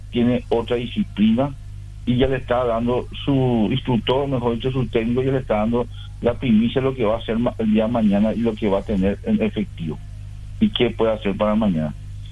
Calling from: Ciudad del Este, Alto Paraná, Paraguay; Yo soy fronterizo de Ciudad del Este y pasando el puente.

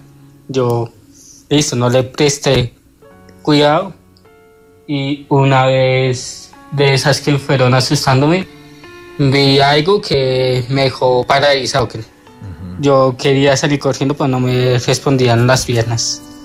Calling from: Bogotá, Colombia; Desde Bogotá.

